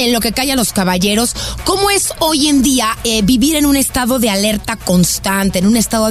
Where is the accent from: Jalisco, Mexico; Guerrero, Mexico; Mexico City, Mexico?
Jalisco, Mexico; Guadalajara; moved away; las dos somos tapatías. Somos importadas desde Guadalajara, Jalisco, México.